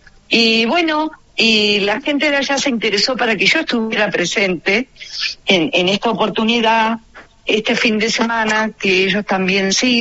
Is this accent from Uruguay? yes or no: yes; Uruguay